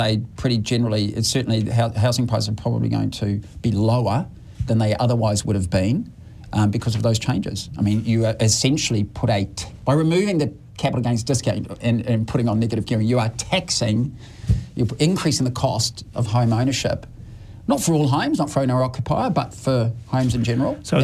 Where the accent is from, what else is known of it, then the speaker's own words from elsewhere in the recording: New Zealand; now in Australia; How can we sit here in Australia and, you know, I'm a New Zealander, as you know, and say our countries are built on migrants?